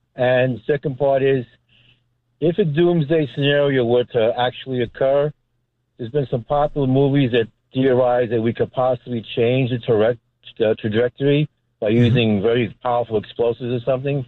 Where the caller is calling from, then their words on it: New York City, New York, United States; calling from Manhattan.